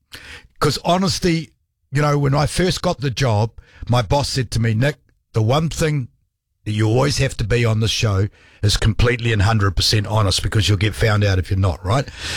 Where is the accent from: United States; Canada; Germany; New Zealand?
New Zealand; this is me growing up in New Zealand